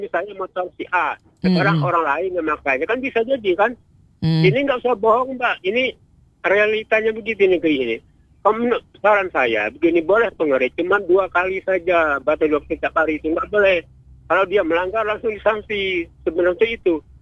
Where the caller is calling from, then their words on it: Indonesia; kita orang asli Indonesia